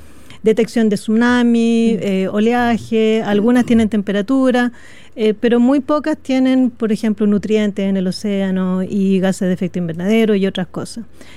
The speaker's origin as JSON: {"language": "Spanish", "country": "Chile", "said": "Somos un país de Valle Central"}